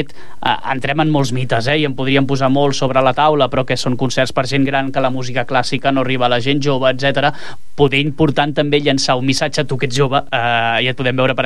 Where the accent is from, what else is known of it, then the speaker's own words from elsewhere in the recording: Palafolls, Catalonia, Spain; els que som de Palafolls ho sabem